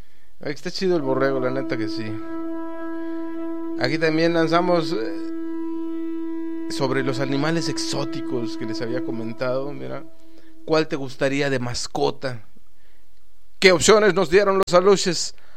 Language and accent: Spanish; Mexico; Si hablo como mexicano, güey.